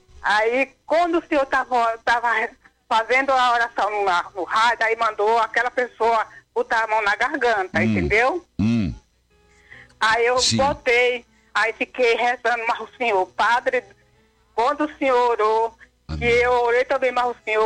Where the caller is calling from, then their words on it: Sonora, Mato Grosso do Sul, Brazil; Mato Grosso do Sul, Sonora, padre.